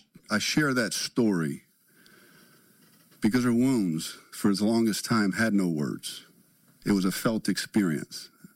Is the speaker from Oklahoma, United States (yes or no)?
no; Belle Chasse, Louisiana, United States; I come from southern Louisiana, born and raised in Belchase.